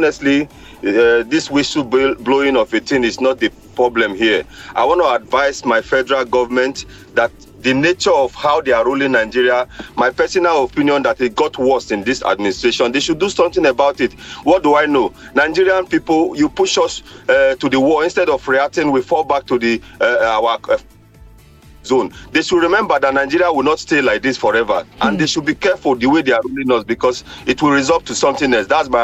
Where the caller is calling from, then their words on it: Denmark; I'm calling from Denmark.